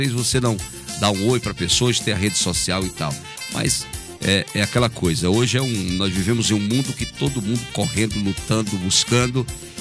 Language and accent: Portuguese; Parambu, Ceará, Brazil; Então nós que somos de Parambu, somos filhos de Parambu